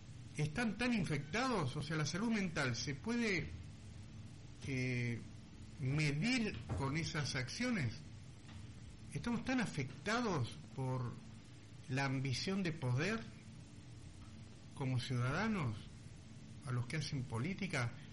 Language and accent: Spanish; Argentina; Soy patriota. Amo a mi país.